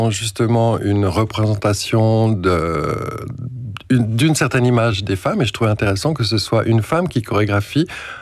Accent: Switzerland; Je suis noir, je suis gay, je suis suisse.

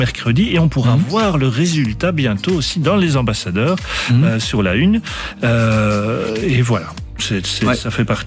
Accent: Wallonia, Belgium

